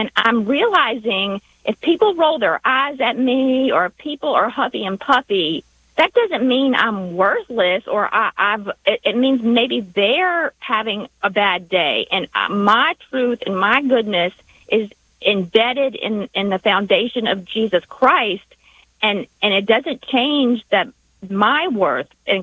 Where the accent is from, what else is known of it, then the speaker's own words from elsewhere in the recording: the South, United States; accent: Southern; Did you know because of my accent? I am so sorry.